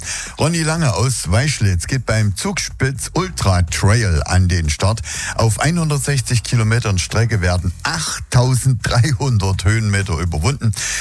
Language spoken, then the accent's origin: German; Saxony, Germany; Vor allem bei uns im Vogtland hier, weil wir sind ja wirklich ein sportaffines Völkchen.